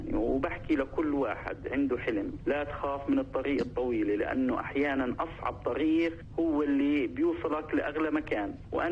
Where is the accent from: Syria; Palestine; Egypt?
Palestine; طبعا بقدم حالي اني فلسطيني، ما بحاول اجمل ولا ازوق، انه الانسان الواثق من اصله ما بده يشرح كتير.